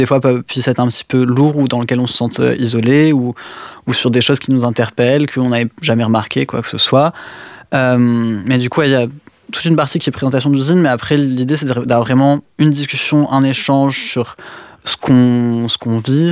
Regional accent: Auvergne-Rhône-Alpes, France; moved away as an adult; also born or lived in Lyon; now in Nord, France; moi, j'ai pas grandi dans le Nord, j'ai grandi dans l'Ain.

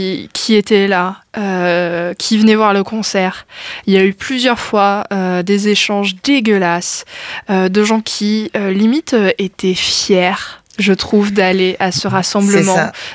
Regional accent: Hauts-de-France, France; Après, peut-être oui, parce que je suis picarde.

